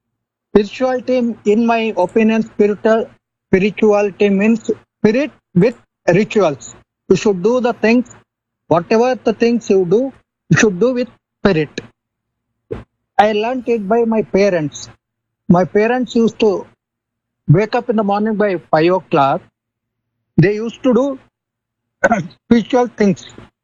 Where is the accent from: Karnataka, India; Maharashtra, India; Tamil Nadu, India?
Karnataka, India; Raichur; I am from Raichur, Karnataka state. Eight brothers. We are staying jointly, joint family.